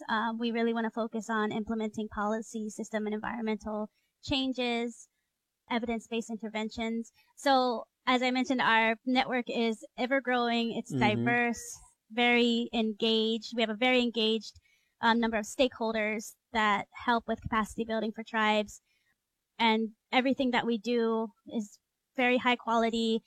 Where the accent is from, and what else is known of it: Hawaii, United States; born or raised there